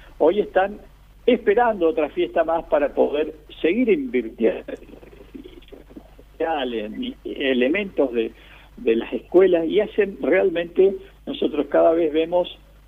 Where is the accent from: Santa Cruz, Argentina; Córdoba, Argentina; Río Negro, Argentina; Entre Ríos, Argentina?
Entre Ríos, Argentina; Tabossi